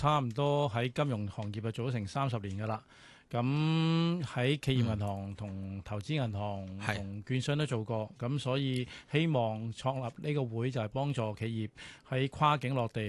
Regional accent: Hong Kong; 我本身係土生土長嘅香港人，咁亦都做過香港金融好多年啦。

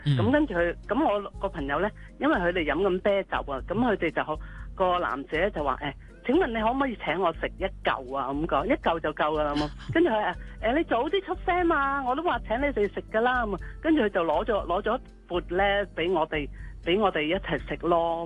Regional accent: Hong Kong; 係啊，咁因為辣咧，始終我哋香港人食唔慣啊嘛。

